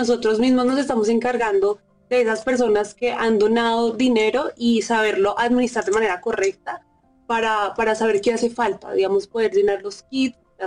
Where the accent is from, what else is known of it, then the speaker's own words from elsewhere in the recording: Bogotá, Colombia; Yo soy de acá, Bogotá.